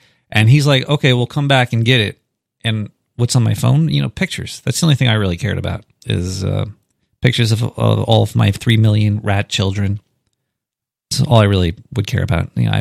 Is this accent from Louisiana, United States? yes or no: no; New York City, New York, United States; I'm from Brooklyn.